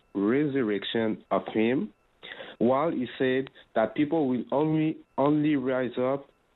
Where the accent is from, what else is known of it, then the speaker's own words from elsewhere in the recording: Montreal, Quebec, Canada; English is a second language; I'm from Montreal, Canada, okay?